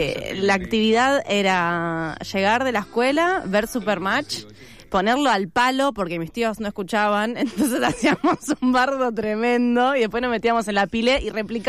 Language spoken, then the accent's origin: Spanish; La Plata, Buenos Aires Province, Argentina; yo nací en La Plata.